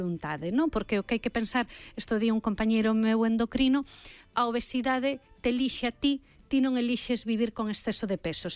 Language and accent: Galician; Moeche, Galicia, Spain; eu son de Moecha, non? Entón, vin como se facían os chourizos